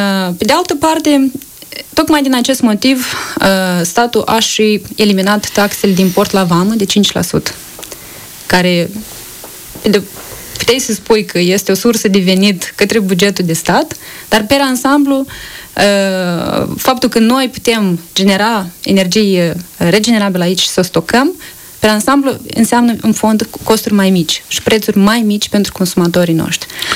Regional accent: Moldova

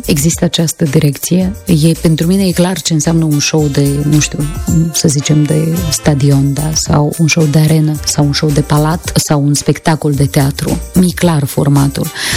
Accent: Moldova; Și mă gândeam, eu sunt din Moldova, știi că noi avem sindromul ăsta impostorului

